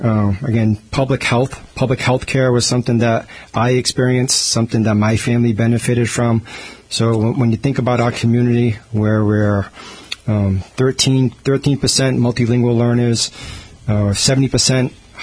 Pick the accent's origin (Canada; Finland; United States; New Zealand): United States; Fall River, Massachusetts; that strong Portuguese work ethic that I inherited from my parents, inherited from the islands, and also something that I inherited growing up in Fall River.